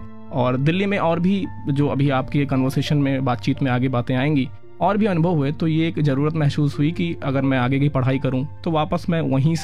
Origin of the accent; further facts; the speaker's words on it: Gonda, Uttar Pradesh, India; moved away as an adult; now in Delhi, India; ये शुरुआत गोंडा से हुई, गोंडा जन्म स्थान रहा है, गोंडा मेरी शुरुआती जो पढ़ाई लिखाई है वो गोंडा की हुई, और गोंडा में भी पर्टिकुलरली अगर मैं बात करूँ तो मैं जिस क्षेत्र से बिलोंग करता हूँ वो है बेलसर।